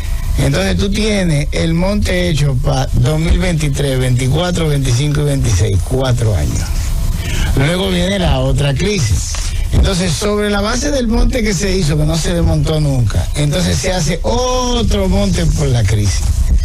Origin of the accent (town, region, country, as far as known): Dominican Republic